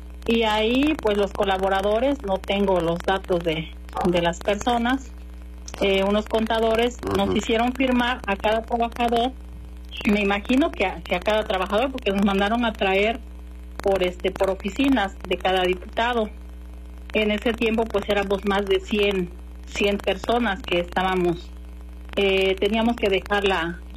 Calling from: Guerrero, Mexico; Regresé nuevamente a Chilpancingo, porque yo soy de la Costa Chica.

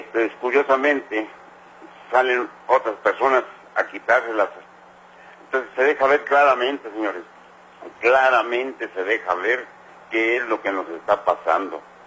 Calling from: Mexico

